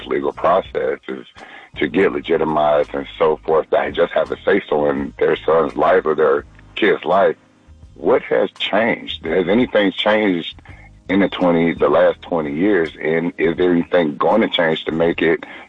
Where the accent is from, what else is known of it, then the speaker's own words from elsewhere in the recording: St. Louis, Missouri, United States; I'm from St. Louis.